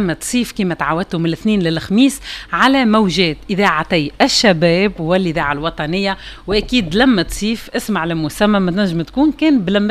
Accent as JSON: {"language": "Arabic", "country": "Tunisia", "said": "لهجات تونسية محلاها ومحلاها لهجتنا التونسية."}